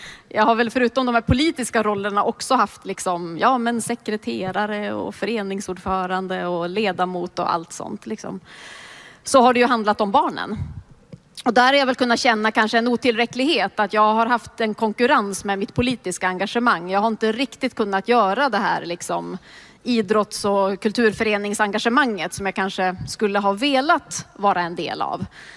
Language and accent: Swedish; Luleå, Norrbotten County, Sweden; Jag har ju sportat mycket som barn, mycket tennisklubben i Luleå hängde jag mycket med